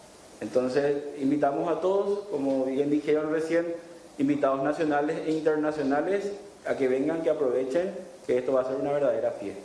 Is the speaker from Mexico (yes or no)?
no; San Juan Bautista, Misiones, Paraguay